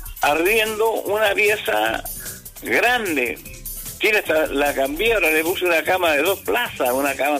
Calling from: Copiapó, Atacama, Chile; de Copiapó

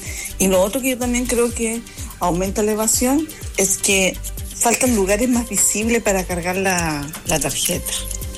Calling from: Copiapó, Atacama, Chile; de Copiapó.

